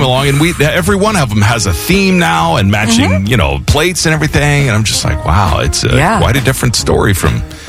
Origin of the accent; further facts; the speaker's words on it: Miami, Florida, United States; growing up in Miami